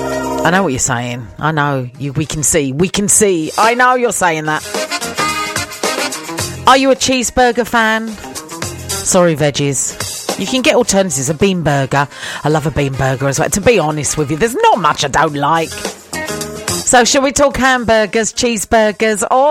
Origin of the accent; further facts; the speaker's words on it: London, United Kingdom; born there; now in Scotland, United Kingdom; where I was born in London and we called them Wallies.